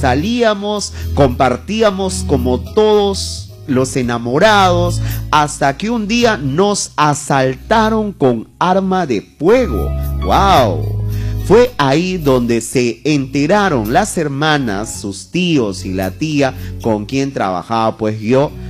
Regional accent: Iquitos, Loreto, Peru; now in Lima, Peru; soy de Iquitos. Vine a la capital hace 17 años en busca de un buen futuro, donde llegué a vivir en la casa de mi tío que vive por Ventanilla

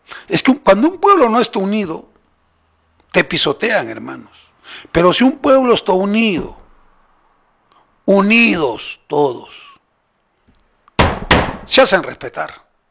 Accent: Ilabaya, Tacna, Peru; moved away; Qué pena por mi tierra, en La Valla

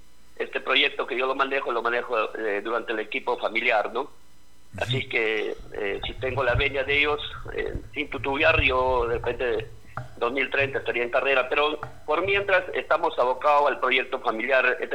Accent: Mazamari, Junín, Peru; mi persona radica aquí en Masamari, en los 365 días del año, toda una vida, ¿no? Yo he nacido aquí, aquí tengo un proyecto familiar

